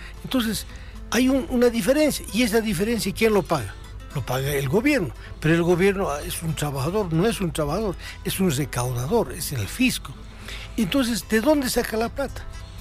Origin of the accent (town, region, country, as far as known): Bolivia